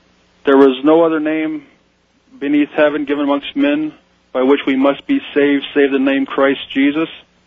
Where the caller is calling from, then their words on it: Pennsylvania, United States; From Pennsylvania.